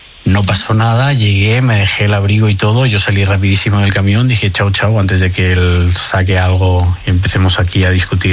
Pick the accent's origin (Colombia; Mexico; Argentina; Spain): Spain; Barcelona, Catalonia; Barcelona, catalán.